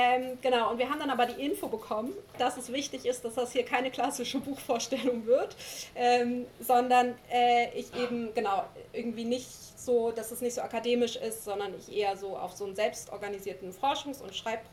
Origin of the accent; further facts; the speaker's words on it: Lower Saxony, Germany; born there; Genau, ich wurde im Wendland geboren, da seht ihr mich schlafend auf einer Atommüllblockade. Ich war 12 Jahre alt